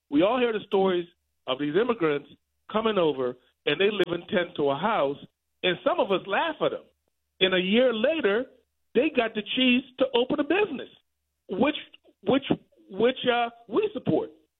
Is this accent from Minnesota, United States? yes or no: no; Washington, District of Columbia, United States; I grew up in Southwest D.C., and I own 2 apartments in every ward in D.C., multi-level apartments.